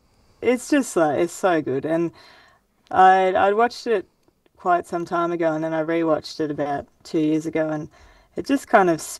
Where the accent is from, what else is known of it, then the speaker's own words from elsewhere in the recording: Grafton, New South Wales, Australia; I grew up in Grafton. It's like a small town, about 25 to 30,000 people, northern New South Wales.